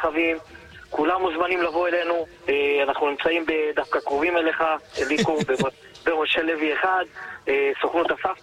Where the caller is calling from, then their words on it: Holon, Tel Aviv District, Israel; מחולון, אני בן 43, אני עובד בסוכנות רכבים.